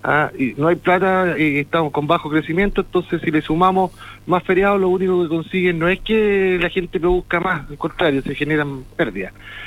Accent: Iquique, Tarapacá, Chile; yo que soy un iquiqueño más de 30 años

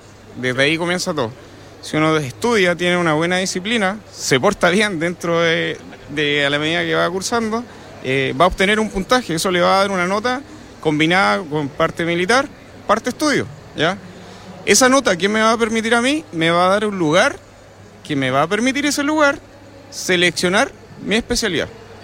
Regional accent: Iquique, Tarapacá, Chile; moved away as an adult; Yo de hecho soy de acá, soy de Iquique.

